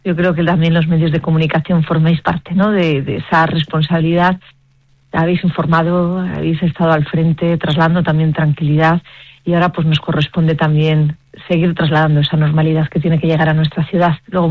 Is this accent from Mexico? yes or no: no; Granada, Andalusia, Spain; nosotros somos los granadinos y las granadinas